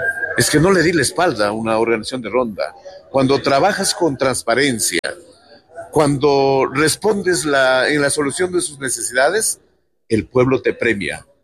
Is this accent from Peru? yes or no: yes; Tacabamba, Cajamarca, Peru; also born or lived in Sócota, Cutervo; Yo soy Chotano, soy del distrito de Tacabamba, la sucursal del cielo. Pero mira el privilegio que he tenido en mi vida, vivir en Sócota, que es parte de Cutervo.